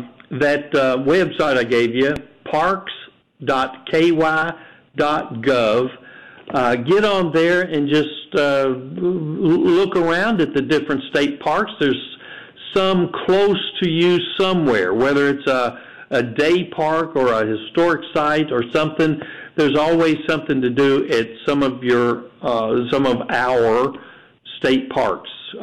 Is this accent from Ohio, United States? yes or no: no; Lexington, Kentucky, United States; born there; moved away as an adult; also born or lived in Daviess County, Kentucky / Mercer County, Kentucky; now in Jessamine County, United States; I am a transplant from, I was born in Davis County, Kentucky, just outside of Owensboro. And at 11 years old, my family moved to Lexington, and I was raised there and lived there until, when I got married, we moved to Mercer County